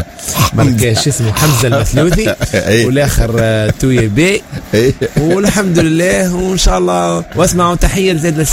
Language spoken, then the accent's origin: Arabic; Tunisia